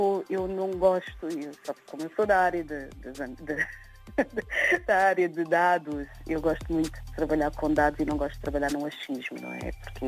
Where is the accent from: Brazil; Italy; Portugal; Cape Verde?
Cape Verde; Eu estive recentemente no Brasil e qualquer pessoa que eu falasse, sou de Cabo Verde, vozinha, onde é que fica?